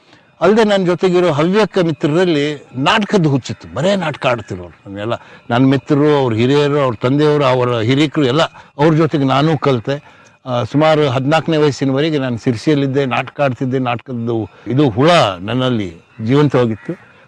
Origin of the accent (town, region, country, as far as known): Sirsi, Karnataka, India; born there; also born or lived in Matheran, Maharashtra